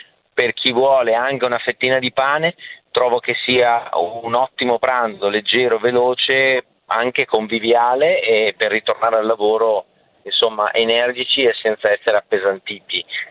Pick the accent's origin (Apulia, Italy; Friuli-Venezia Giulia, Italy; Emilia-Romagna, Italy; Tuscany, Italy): Emilia-Romagna, Italy; Faenza; Allora è perfetto, io sono di Faenza, quindi molto vicini